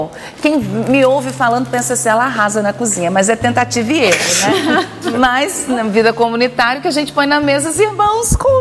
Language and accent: Portuguese; Minas Gerais, Brazil; Sou mineira daquela que gosta de socar.